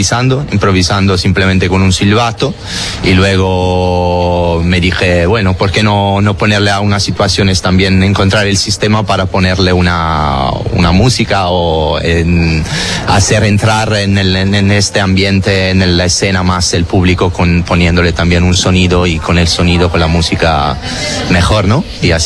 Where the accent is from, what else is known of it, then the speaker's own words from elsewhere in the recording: Italy; Spanish is a second language; de Italia y no hablo español, poquito de euskera